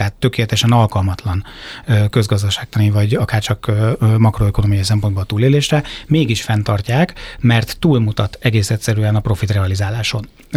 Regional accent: Zamárdi, Somogy, Hungary; én gyakorlatilag az egész gyerekkoromat a Balatonon töltöttem, praktikusan Zamárdiban, tehát a déli parton.

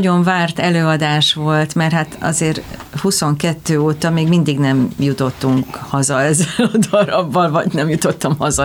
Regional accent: Hungary

